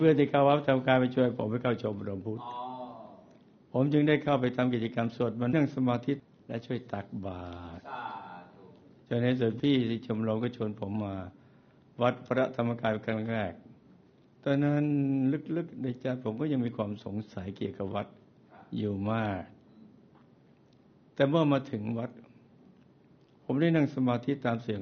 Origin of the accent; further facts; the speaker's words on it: Yala, Thailand; born there; หลวงพ่อครับผมเกิดที่จังหวัดยะลา